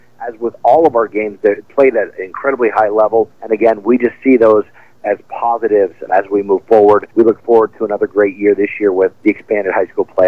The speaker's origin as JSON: {"language": "English", "region": "Arizona", "country": "United States", "tie": "born or raised there", "also_born_or_lived": "Indiana", "said": "We're originally from Indiana. We moved here when I was a kid and went to elementary school and middle school and high school here in Arizona."}